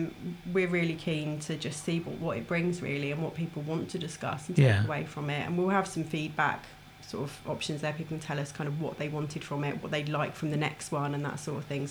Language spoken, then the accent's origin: English; Trowbridge, South West England, United Kingdom; I'm from Trowbridge myself.